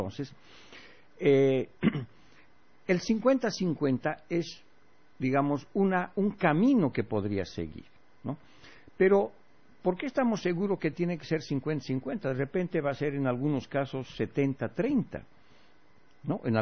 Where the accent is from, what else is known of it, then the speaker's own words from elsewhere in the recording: Villazón, Potosí, Bolivia; una cosa es el gobierno de mi tierra, Villazón, municipal